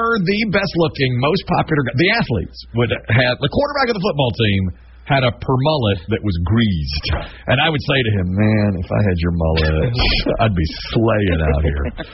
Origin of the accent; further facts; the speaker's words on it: Asheboro, North Carolina, United States; in my hometown, Asheboro